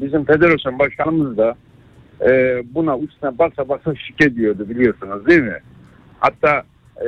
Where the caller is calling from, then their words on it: Istanbul, Turkey; Ben İstanbul'dan arıyorum da.